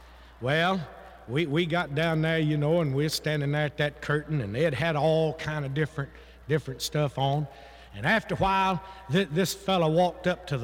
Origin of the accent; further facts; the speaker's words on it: Smyrna, Georgia, United States; We're from Smyrna, Georgia.